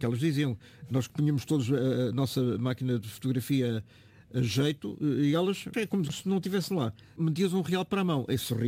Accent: Portugal; eu sou de Portugal.

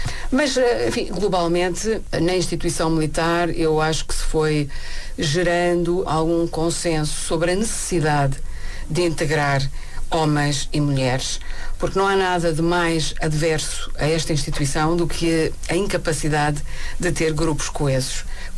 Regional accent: Alentejo, Portugal; eu, que sou alentejana

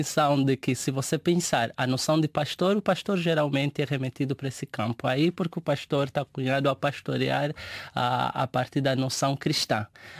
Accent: Angola; Angola, né? Eu sou angolano

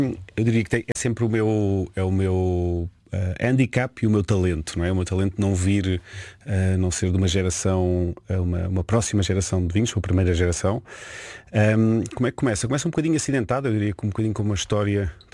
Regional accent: Lisbon, Portugal; born there; por isso nasci em Lisboa, mas com essa ideia e muito provavelmente ia parar aos Açores, por isso pensei em Biologia Marinha.

